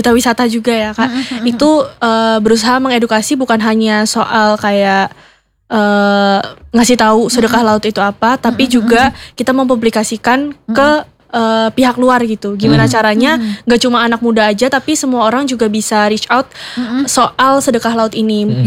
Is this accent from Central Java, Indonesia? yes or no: yes; Cilacap, Central Java, Indonesia; identitas kita sebagai warga Cilacap.